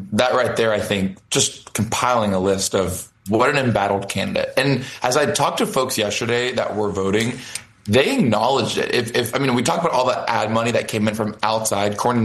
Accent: Texas, United States; I'm born and raised in Texas. I have tons of friends and family and friends of friends from across the state

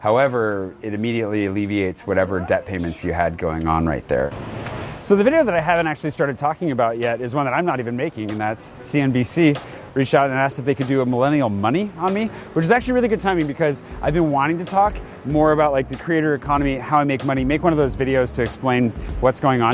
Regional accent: Pullman, Washington, United States; born or raised there; now in Paris, France

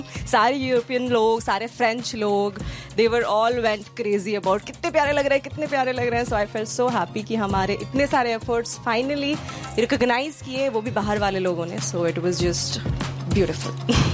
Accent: Bihar, India; जैसे हम बिहार से हैं तो.

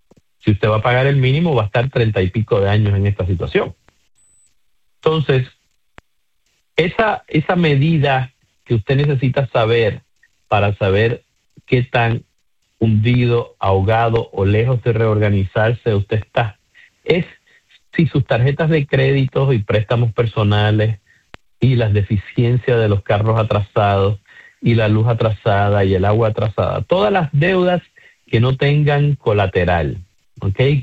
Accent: Puerto Rico; Yo soy del área de Coupé

